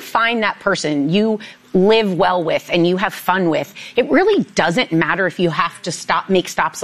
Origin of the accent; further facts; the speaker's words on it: Iowa, United States; moved away; I'm also from Iowa